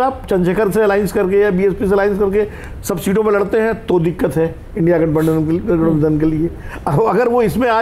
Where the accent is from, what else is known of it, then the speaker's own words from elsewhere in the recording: Uttar Pradesh, India; born there; आप रहते हैं, हम उसी राज्य में पैदा हुए हैं। देखिए उत्तर प्रदेश की स्थिति बड़ी विचित्र है